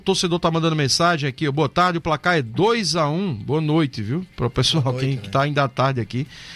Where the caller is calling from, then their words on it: Cafelândia, São Paulo, Brazil; sou de Cafelândia, cidade do interior de São Paulo, fica na região de Marília e Bauru